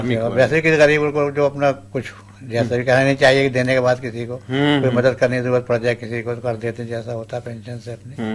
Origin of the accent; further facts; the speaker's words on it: Moradabad, Uttar Pradesh, India; born there; also born or lived in Sambhal; now in Bareilly, India; मूल निवासी हम मुरादाबाद के हैं